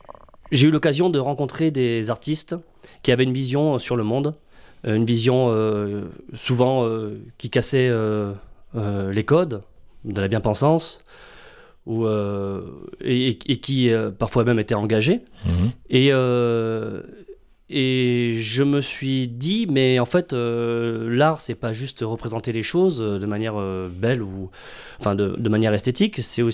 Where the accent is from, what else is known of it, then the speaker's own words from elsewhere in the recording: Occitanie, France; moved away as an adult; also born or lived in Fontainebleau / Toulouse; je suis né en 1986 à Fontainebleau. Mes parents ont déménagé et sont partis habiter en Aveyron. Et j'ai eu une enfance à la campagne, dans la forêt, dans le sauvage, au milieu des vaches.